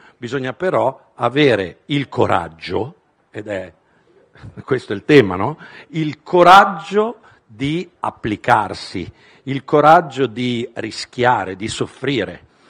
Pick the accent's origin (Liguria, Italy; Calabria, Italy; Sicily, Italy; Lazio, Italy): Liguria, Italy; Genoa; moved away; io sono di Genova. Genova è considerata una grande città, erroneamente, è la più provinciale delle città del nord, è un paesone che vive lo spopolamento